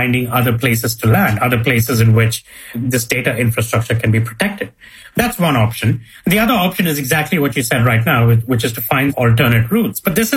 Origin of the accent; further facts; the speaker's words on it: India; So I'm from India, for example, and many, if not all, of the undersea data cables that land in India today land in Mumbai on the west coast or Chennai on the east coast.